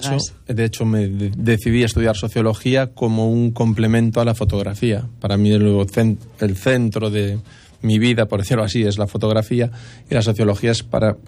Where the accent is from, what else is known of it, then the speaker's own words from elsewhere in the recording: Verín, Galicia, Spain; Sí, bueno, yo soy de Verín, no sé si se puede considerar rural, creo que no, pero bueno.